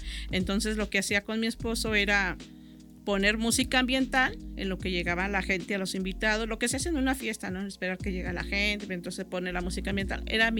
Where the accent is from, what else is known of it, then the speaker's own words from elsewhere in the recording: San Luis Potosí, Mexico; yo soy de San Luis Potosí.